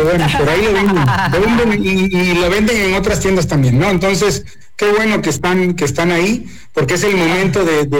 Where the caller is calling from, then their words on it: Jalapa, Tabasco, Mexico; Pues lo ves un jalapaneco. Quiero mucho mi tierra.